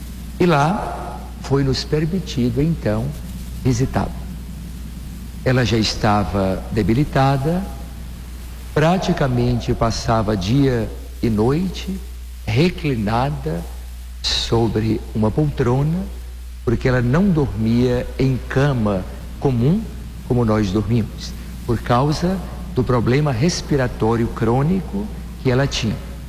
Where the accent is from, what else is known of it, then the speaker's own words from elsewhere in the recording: Bahia, Brazil; nós, que somos brasileiros e baianos